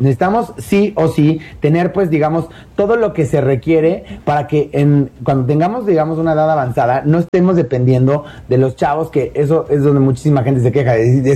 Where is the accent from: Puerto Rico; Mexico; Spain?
Mexico; nosotros como mexicanos no tenemos una cultura del ahorro.